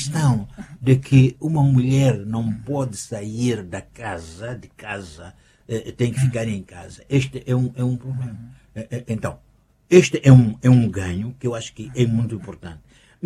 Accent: Inhambane, Mozambique; eu sou de Inhambane, falo Xitsua, eu sou misto de Bitonga e Matra, sim senhora, eu pertenço àquela

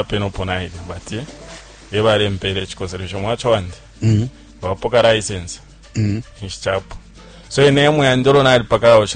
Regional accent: Kitwe, Copperbelt, Zambia; also born or lived in Kabwe; Yeah, nakulila sana kitwe.

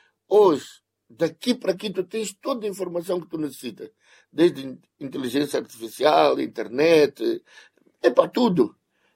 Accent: Mozambique; Nós somos moçambicanos

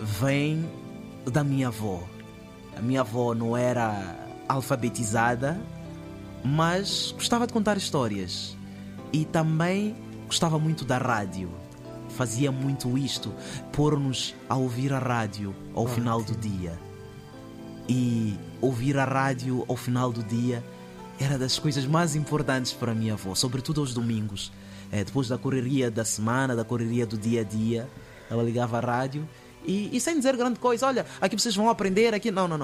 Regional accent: Mozambique; Não é fácil, mas acho que como moçambicanos nós temos isto no nosso dia a dia.

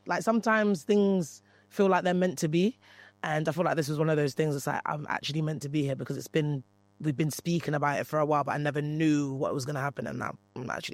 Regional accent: London, United Kingdom; I'm from London and there's many different cultures in London and different people

